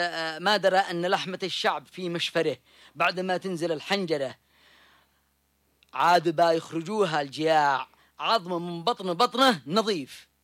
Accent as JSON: {"language": "Arabic", "country": "Yemen"}